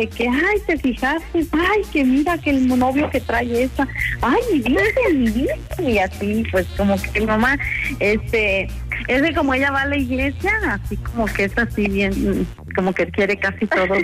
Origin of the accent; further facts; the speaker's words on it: Celaya, Guanajuato, Mexico; moved away as an adult; now in Dallas, United States; Soy originaria de Celaya, Guanajuato.